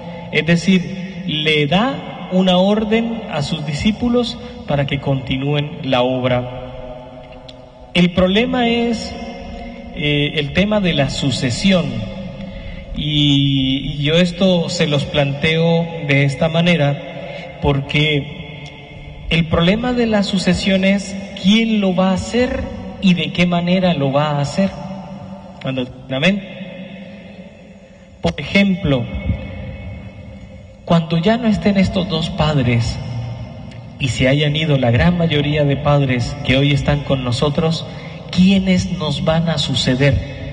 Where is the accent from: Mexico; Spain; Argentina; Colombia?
Colombia; moved away as an adult; now in Guatemala